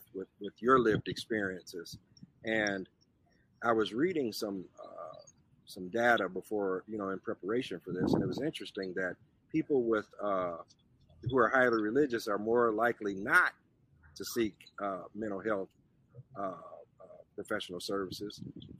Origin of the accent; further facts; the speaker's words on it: Indiana, United States; moved away as an adult; I'm originally from Indiana, but when I came down here in 2019